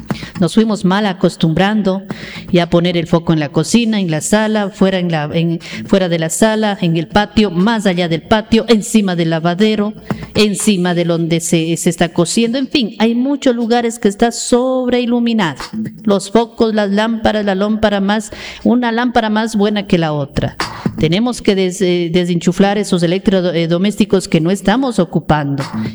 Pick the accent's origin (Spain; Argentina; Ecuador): Ecuador; como ciudadanos, como ecuatorianos